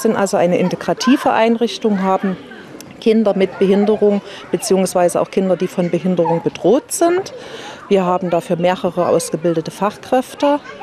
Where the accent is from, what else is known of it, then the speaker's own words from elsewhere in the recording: Bad Lausick, Saxony, Germany; Ich bin aus Bad Lausick